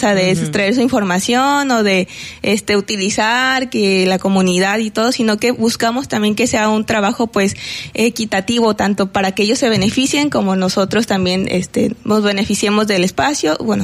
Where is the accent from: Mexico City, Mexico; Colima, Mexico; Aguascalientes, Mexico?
Colima, Mexico; Manzanillo; los que somos de Manzanillo